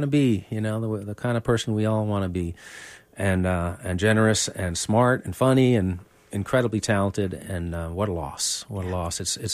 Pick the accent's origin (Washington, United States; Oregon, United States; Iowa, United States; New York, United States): New York, United States; New York City; I'm from Manhattan